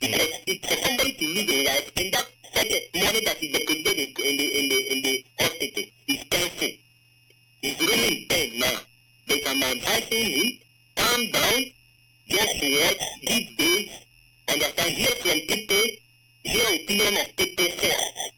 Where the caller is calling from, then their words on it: Port Harcourt, Rivers, Nigeria; from Port Harcourt.